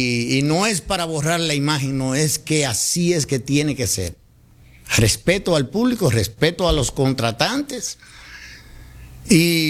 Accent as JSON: {"language": "Spanish", "region": "Cibao", "country": "Dominican Republic", "said": "yo soy cibaeño, yo sé lo que le gusta al cibaeño."}